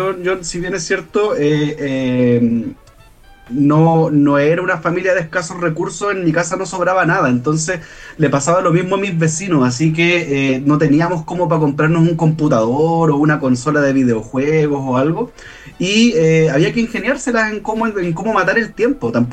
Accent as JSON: {"language": "Spanish", "region": "Antofagasta", "country": "Chile", "tie": "born or raised there", "also_born_or_lived": "Santiago, Chile", "said": "yo a pesar de que nací en Santiago, yo soy un antofagastino por adopción, viví 30 años allá."}